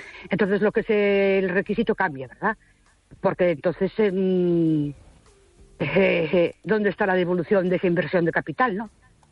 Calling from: Ourense, Galicia, Spain; Buenas noches. … de Ourense.

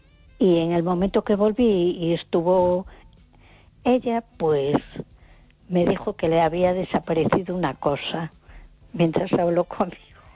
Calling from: A Coruña, Galicia, Spain; de Coruña.

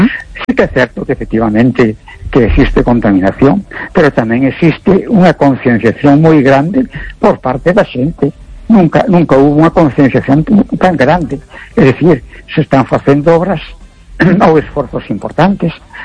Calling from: A Coruña, Galicia, Spain; de La Coruña.

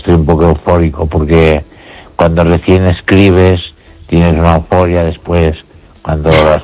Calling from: Ourense, Galicia, Spain; desde Orense.

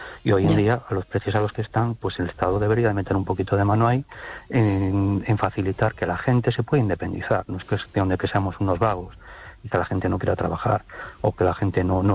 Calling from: Cologne, North Rhine-Westphalia, Germany

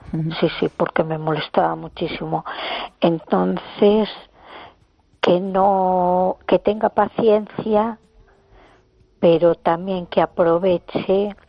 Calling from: A Coruña, Galicia, Spain; de Coruña.

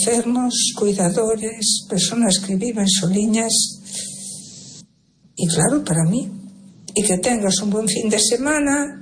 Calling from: A Coruña, Galicia, Spain; Hola Susana, buenas tardes … de Coruña.

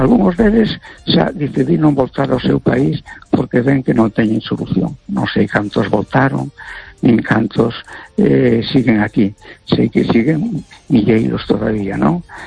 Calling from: Spain

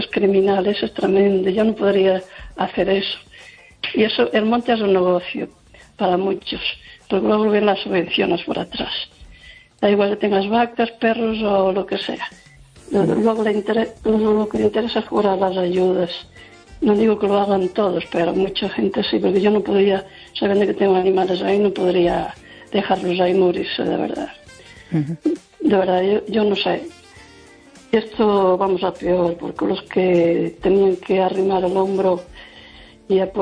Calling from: Lugo, Galicia, Spain

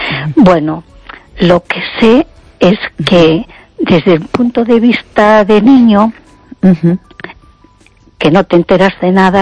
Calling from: A Coruña, Galicia, Spain; de Coruña.

